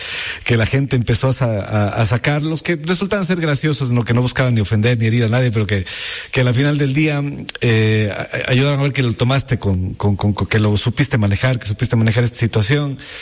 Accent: Ecuador; Eso nos pasa a nosotros como ecuatorianos

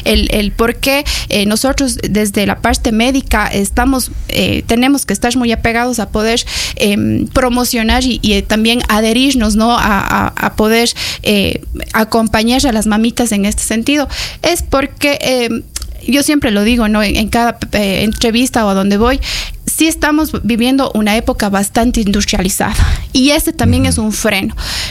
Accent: Ecuador; nosotros como ecuatorianos estamos suscritos a este código

